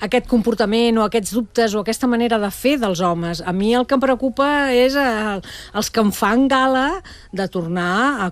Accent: Montcada i Reixac, Catalonia, Spain; És que jo sóc de Montcada

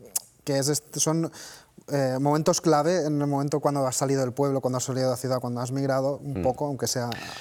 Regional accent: Valencian Community, Spain; Yo soy de la Marina Alta, que es una zona de Valencia que está muy de moda esto de que vengan extranjeros desde hace muchos años a comprar las casas de los pueblos

